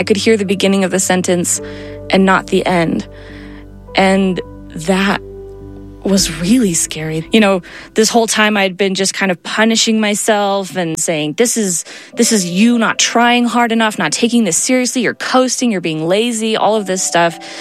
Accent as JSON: {"language": "English", "region": "Minnesota", "country": "United States", "said": "I am from Minnesota. I'm 29."}